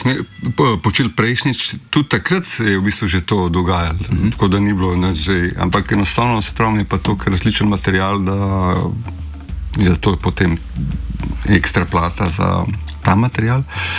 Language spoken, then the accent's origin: Slovenian; North Macedonia; jaz sem pač iz Makedonije in meni to tako, meni je zanimalo